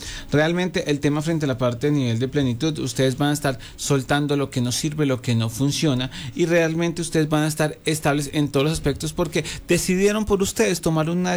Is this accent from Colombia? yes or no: yes; Colombia; tenemos más fuerte nuestra oración como colombianos